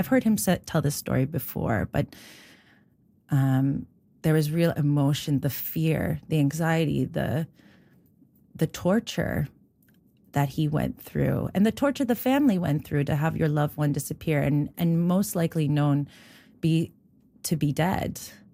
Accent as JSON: {"language": "English", "town": "Dartmouth", "region": "Nova Scotia", "country": "Canada", "tie": "born or raised there", "said": "Growing up in Nova Scotia, in Dartmouth, as part of the diaspora, I was always raised to be a very proud Filipino by my parents. Even though I had very little understanding of what the Philippines was like, I never grew up there. And so I didn't even know the language"}